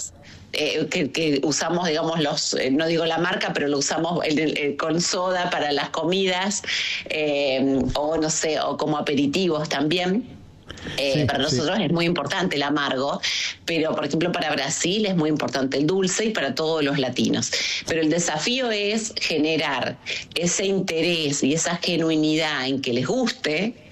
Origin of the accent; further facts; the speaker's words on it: Argentina; Hay, por supuesto, la mayoría, sin lugar a dudas, somos argentinos